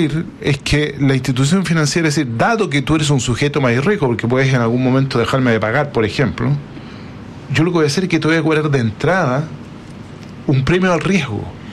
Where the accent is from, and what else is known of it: Chile